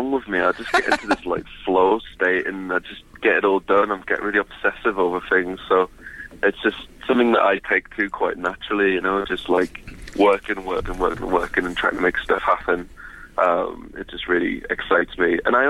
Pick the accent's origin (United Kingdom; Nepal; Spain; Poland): United Kingdom; Sunderland, North East England; moved away as an adult; now in Brighton, United Kingdom; It's not where I was brought up. I was brought up in Sunderland, but I moved to Brighton a couple of years ago, and now I reside here.